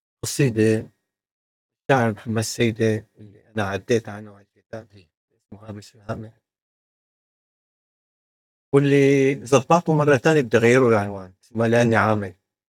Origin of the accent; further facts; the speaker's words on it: Syria; انا كسوري